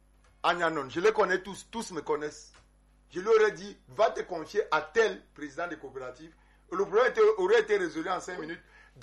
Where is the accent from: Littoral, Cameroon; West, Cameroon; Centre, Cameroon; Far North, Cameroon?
Littoral, Cameroon; Je suis natif d'à côté de Nyanon, Madendo, donc à quel part Nyanon, hein, qui est un trio.